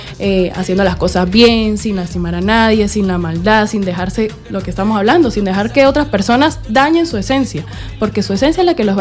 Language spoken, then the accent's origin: Spanish; Venezuela; No, siempre en mi país, en mi ciudad.